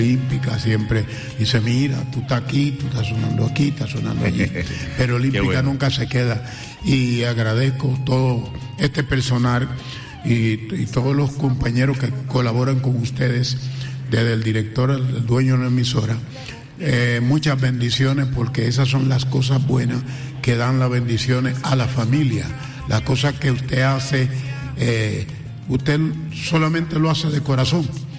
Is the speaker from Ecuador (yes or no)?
no; Barahona, Dominican Republic; born there; a donde yo nací, en Barahona, República Dominicana